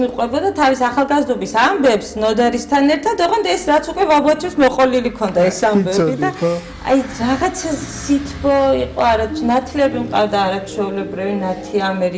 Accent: Tbilisi, Georgia; შეიძლება ალბათ მაქვს ხო პრეტენზია თბილისელობაზე. დავიბადე ვერაზე. კეკელიძის ქუჩაზე გავიზარდე.

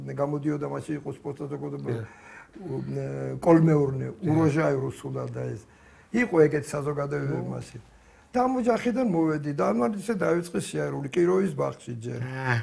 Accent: Tbilisi, Georgia; დაიბადე თბილისში, ძირძველი თბილისელი ვარ.

